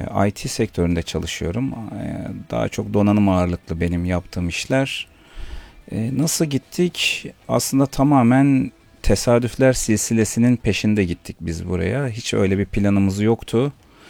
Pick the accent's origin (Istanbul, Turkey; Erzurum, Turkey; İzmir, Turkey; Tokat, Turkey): Istanbul, Turkey; now in United States; İstanbulluyum ben de.